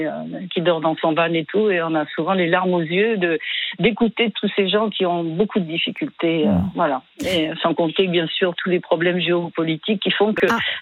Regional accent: Sarlat, Nouvelle-Aquitaine, France; voilà, moi je suis de Sarlat, ouais.

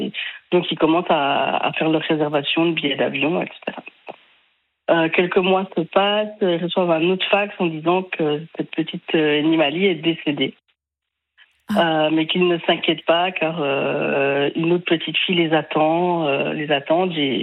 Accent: Switzerland; moved away as an adult; also born or lived in Sri Lanka; now in Île-de-France, France; Je suis suisse, j'ai déménagé il y a 11 ans et demi à peu près, en Île-de-France.

